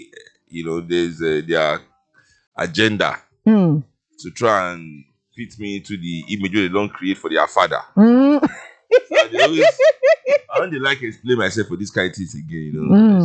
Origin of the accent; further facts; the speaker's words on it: Nigeria; Our essence as Nigerian people comes through, regardless of anywhere we put us.